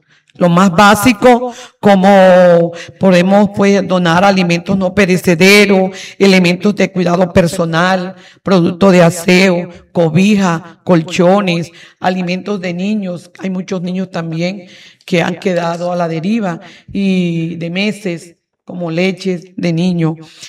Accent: Colombia; now in San Juan del Cesar, Colombia; Estamos en un país donde todos somos colombianos.

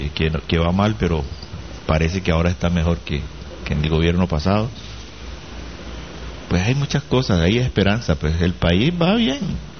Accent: Colombia; todos los colombianos vamos a salir a votar

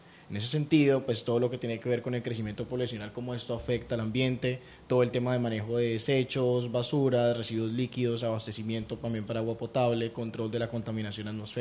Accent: Buenaventura, Valle del Cauca, Colombia; no solamente por ser de Buenaventura, sino también por ser el único colombiano y además el único sudamericano

